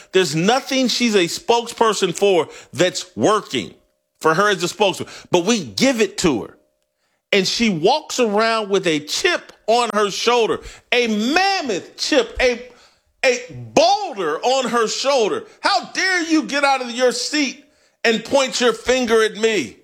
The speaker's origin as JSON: {"language": "English", "town": "Indianapolis", "region": "Indiana", "country": "United States", "said": "I'm from Indianapolis. I'm an Indiana Fever fan. And yes, I'm black."}